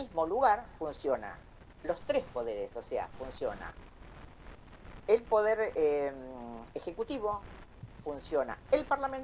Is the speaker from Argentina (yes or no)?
yes; Argentina; los argentinos nos ayudamos entre nosotros